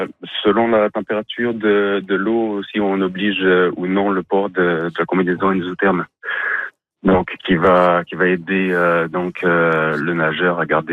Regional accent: New Brunswick, Canada; On est en vacances, mais sinon je viens de la région de Dalhousie.

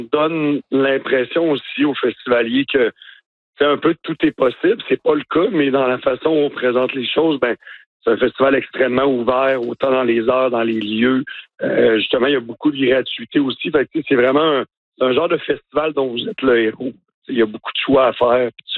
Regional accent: Baie-Saint-Paul, Quebec, Canada; born or raised there

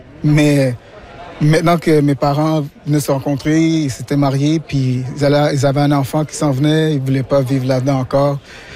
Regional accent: Quebec, Canada; je suis québécois d'origine haïtienne

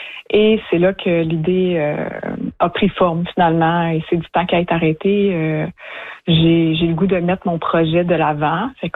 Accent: Saint-Jérôme, Quebec, Canada; T'sais, moi, j'ai grandi à Saint-Jérôme

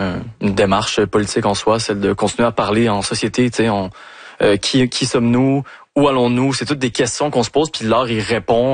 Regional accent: Montreal, Quebec, Canada; c'est un peu l'histoire de être un enfant de la diaspora à Montréal. Donc moi, j'ai grandi en revenant au Chili à chaque année.

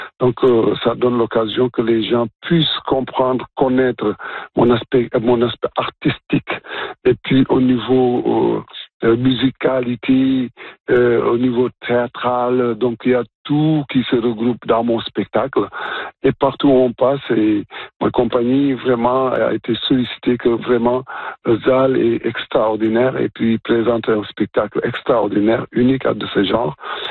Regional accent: Ontario, Canada; Et j'étais tellement content quand je me présentais en tant que franco-ontarien.

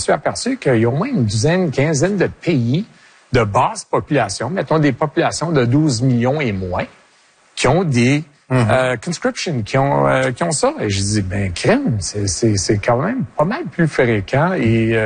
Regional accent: Quebec, Canada; Écoute, je suis fier québécois. J'ai été né ici. Mes parents ont été nés ici. Mes grands-parents ont été nés ici. J'ai été éduqué en français.

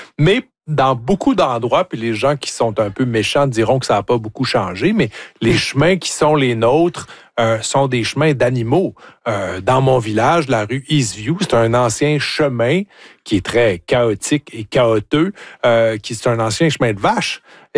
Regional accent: Cookshire-Eaton, Quebec, Canada; Je viens, je le répète, de Cookshire, comme disent les anglophones

